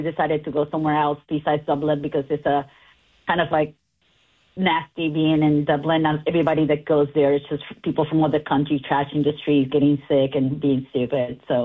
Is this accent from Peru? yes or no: yes; Peru; I'm Peruvian.